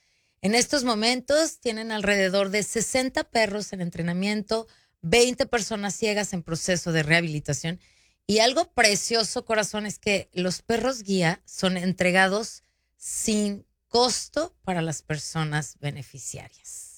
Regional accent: Mexico; es padrísimo decir soy mexicana

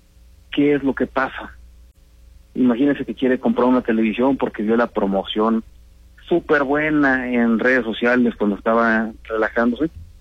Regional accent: Mexico

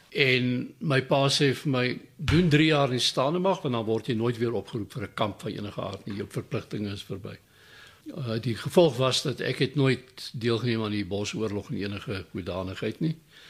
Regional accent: Western Cape, South Africa; born there; Ek is gebore in die Kaap. Ons het op Langebaan weg op die lugmagbasis. Daai tyd die lugmagstasie Langebaan weg gebly tot aan die einde van my eerste kwartaal van skool. Toe is ons verplaas.

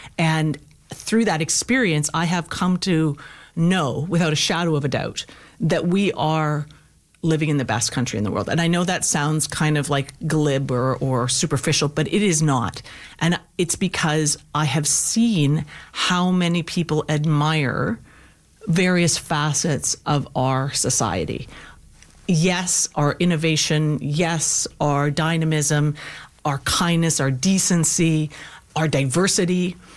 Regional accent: Calgary, Alberta, Canada; I grew up in Calgary. I have, my parents are in Lethbridge. I have family in Calgary, and it's a remarkable province.

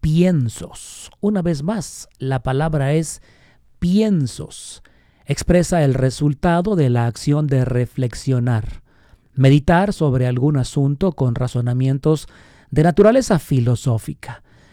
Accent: Guadalajara, Jalisco, Mexico; las palabras o frases que nos definen como tapatíos.

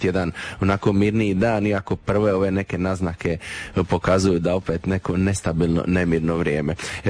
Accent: Dalmatia, Croatia

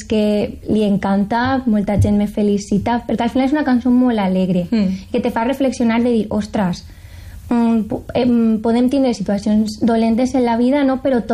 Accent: Paiporta, Valencian Community, Spain; esteu tots i totes convidats a un festival que faran en el meu poble, en Paiporta, sobre la Dana

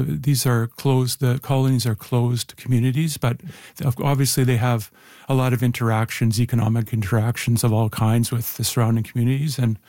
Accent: Winnipeg, Manitoba, Canada; I grew up in River Heights.

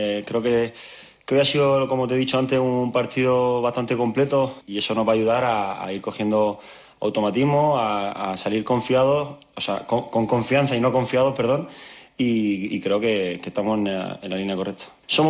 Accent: Murcia, Region of Murcia, Spain; Yo soy de Murcia y es la primera ciudad que veo a la gente de verdad volcada con su equipo

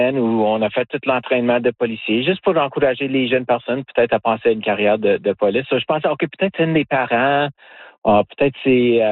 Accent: Timmins, Ontario, Canada; parce que je viens de Timmins.

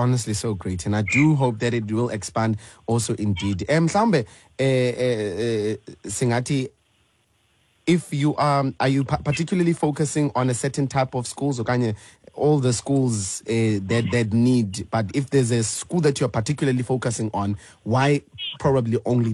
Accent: Matatiele, Eastern Cape, South Africa; moved away; I come from Matatiela.

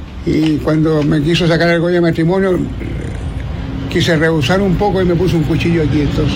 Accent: Chile

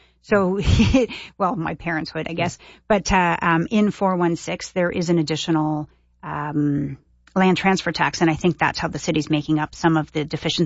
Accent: Toronto, Ontario, Canada; now in Ottawa, Canada; I mean, I grew up in Toronto. My family lives

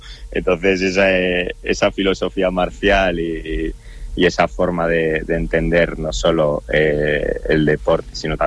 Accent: Tudela, Navarre, Spain; moved away as an adult; also born or lived in Ecuador; now in Vitoria, Spain; yo nací en Ecuador, pero toda la vida he estado en Tudela hasta que ya hace 4 años me fui a Vitoria a vivir, eso es.

